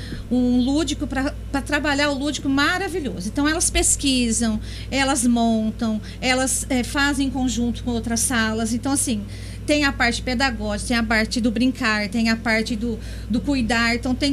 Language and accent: Portuguese; Monte Alto, São Paulo, Brazil; Eu sou de Monte Alto.